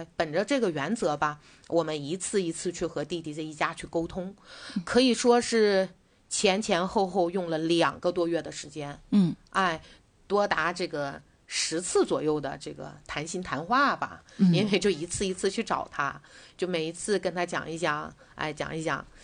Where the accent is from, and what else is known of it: China